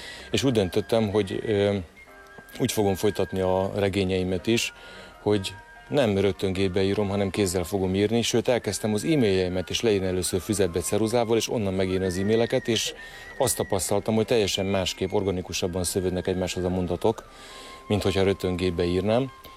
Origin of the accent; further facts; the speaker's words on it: Veszprém, Veszprém County, Hungary; Én ugye veszprémi vagyok